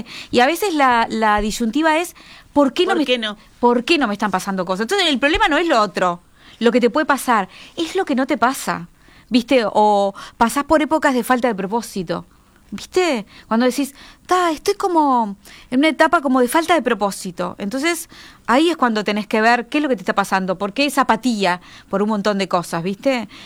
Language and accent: Spanish; Uruguay